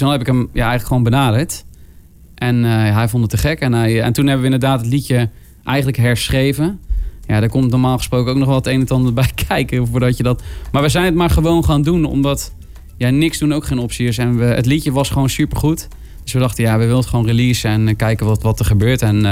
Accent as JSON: {"language": "Dutch", "town": "Bergen op Zoom", "region": "North Brabant", "country": "Netherlands", "said": "ik kom uit Berg op Zoom."}